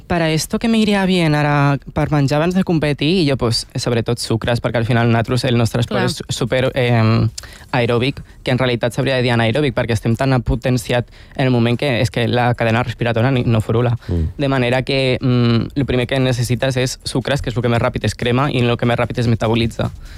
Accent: Calafell, Catalonia, Spain; jo estudiava al meu poble, jo estudiava a Calafell

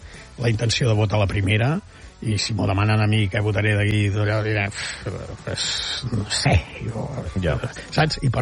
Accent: Catalonia, Spain

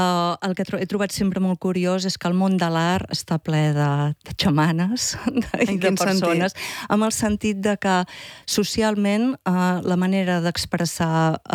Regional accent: Tona, Catalonia, Spain; born there; Vaig néixer a Tona i en aquests moments visc a Tona també, des de fa uns anys

